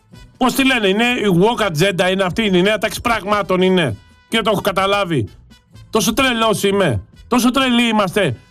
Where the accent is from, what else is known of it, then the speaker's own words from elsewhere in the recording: Greece; Εγώ ως Έλληνας πολίτης